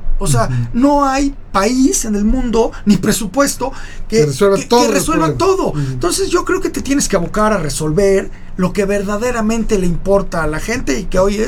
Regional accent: Mexico; eso es lo que queremos como mexicanos, como ciudadanos.

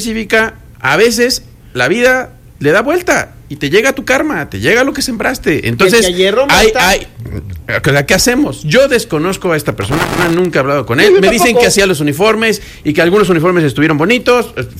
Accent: Puebla, Mexico

